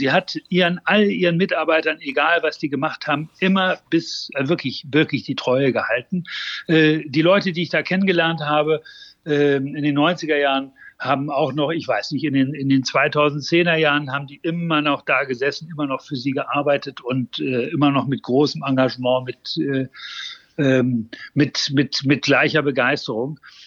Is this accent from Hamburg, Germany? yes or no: yes; Hamburg, Germany